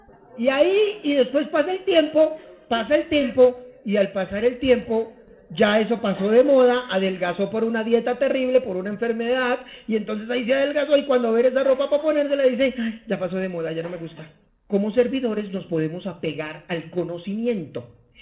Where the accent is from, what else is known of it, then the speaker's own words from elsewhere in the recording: Bogotá, Colombia; Yo crecí en Fontibón, al occidente, y de niño pues teníamos cultivos y tocaba arar.